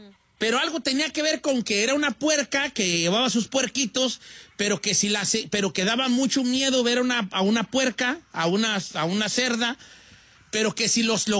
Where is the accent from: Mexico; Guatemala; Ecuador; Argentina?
Mexico; La Sauceda; born there